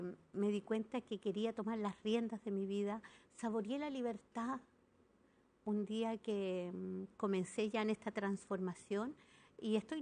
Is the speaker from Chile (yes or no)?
yes; Parral, Maule, Chile; born there; now in Bajos de Mena, Puente Alto, Chile; mi lugar de origen es Parral, pero nací, me crié en Parral, me malcrié en Bajos de Mena y me transformé en Bajos de Mena. Entonces, siento que le debo mucho a mi barrio.